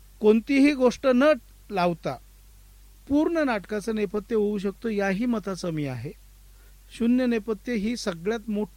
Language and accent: Marathi; Wadzire, Maharashtra, India; also born or lived in Mumbai; now in Ahmednagar, India; parallelly मी मूळचा पारनेर तालुक्यातला वडझिरे गावचा, माझ्या शेजारचं गाव देवी भैरे